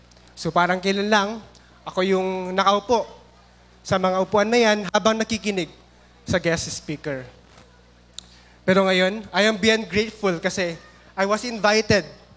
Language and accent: Tagalog; Santo Tomas, Cagayan Valley, Philippines; born there; ako po ay pinanganak sa Santo Tomas Isabela po. So Ilocano po ako.